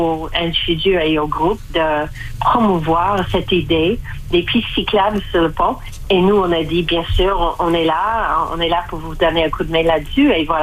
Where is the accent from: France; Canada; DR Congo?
Canada; Windsor, Ontario; je suis de Windsor